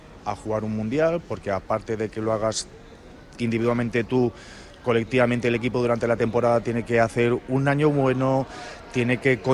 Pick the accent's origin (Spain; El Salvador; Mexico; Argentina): Spain; soy español, porque juego en la selección